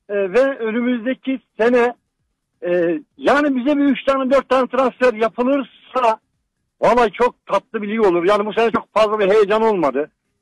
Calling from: Istanbul, Turkey; İstanbul Ümraniye'den arıyorum.

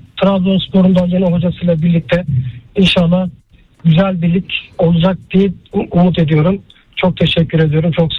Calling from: Istanbul, Turkey; ben İstanbul'dan.

